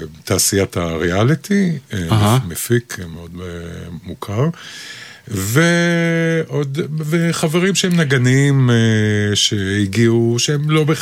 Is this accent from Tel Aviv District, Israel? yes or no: no; Jerusalem, Jerusalem District, Israel; moved away; בתור ירושלמי